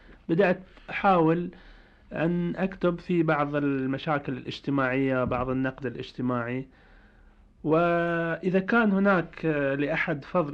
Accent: Al-Jishah, Eastern Province, Saudi Arabia; هذا الأستاذ هو إمام جليل لأحد المساجد في قريتنا الجشة

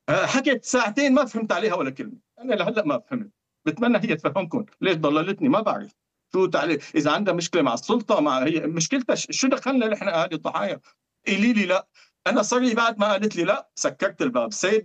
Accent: Syria; يعني أنا هيك عن افترض كسوري

